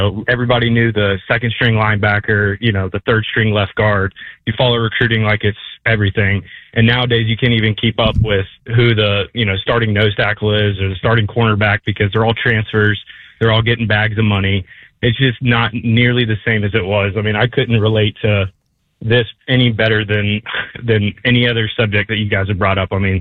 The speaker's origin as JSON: {"language": "English", "town": "Tallahassee", "region": "Florida", "country": "United States", "tie": "born or raised there", "moved": "yes", "lives_now": "Tampa, United States", "said": "grew up a diehard Florida State fan in Tallahassee"}